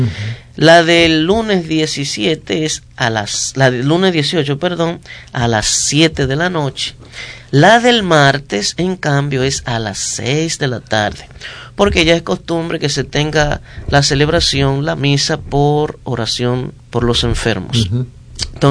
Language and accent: Spanish; Palmarito, La Vega, Dominican Republic; vicario de la parroquia del Beato Bonó de Palmarito, La Vega.